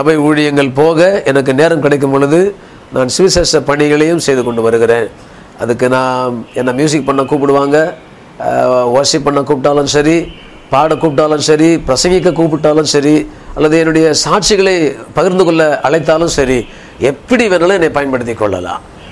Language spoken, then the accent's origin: Tamil; Gummidipoondi, Tamil Nadu, India; நான் பிறந்து வளர்ந்ததெல்லாம் குமிடி பூண்டி தான், ஒரு சின்ன ஒரு வில்லேஜ், ஒரு அது பேர் வெட்டு காலனி.